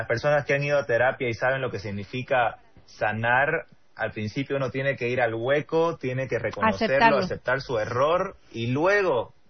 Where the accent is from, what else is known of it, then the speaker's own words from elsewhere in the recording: Bolivia; creo que como bolivianos también nos hemos bajoneado demasiado por mucho tiempo.